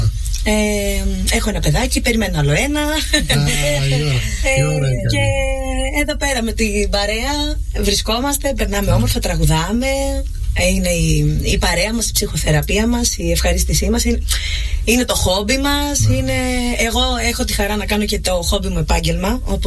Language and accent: Greek; Heraklion, Crete, Greece; also born or lived in Thessaloniki; Έχω μεγαλώσει βέβαια στο Ηράκλειο. Πήγα στο μουσικό σχολείο εδώ στο Ηράκλειο. Συνέχισα τις σπουδές μου στην Θεσσαλονίκη, στο μουσικό σπουδών, στο Αριστοτέλειο.